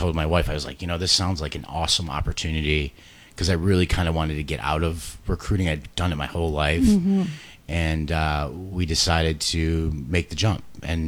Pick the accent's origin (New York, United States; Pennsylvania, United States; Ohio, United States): Ohio, United States; Cleveland; moved away as an adult; also born or lived in Los Angeles; now in Solvang, United States; Yeah, I grew up in Cleveland, Ohio, so it was spent a lot of time there and up until I graduated from college.